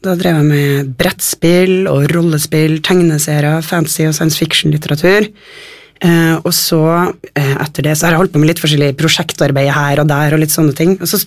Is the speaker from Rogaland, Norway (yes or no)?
no; Trøndelag, Norway; accent: Trøndersk; also born or lived in Røros / Frosta; now in Oslo, Norway